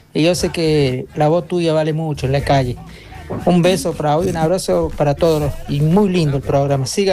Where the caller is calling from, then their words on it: Argentina; de Empleación Matienzo.